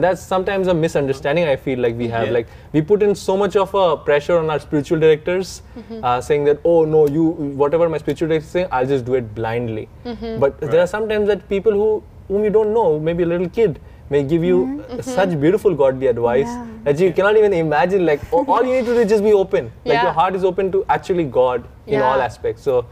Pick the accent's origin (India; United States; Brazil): India; Me as an Indian.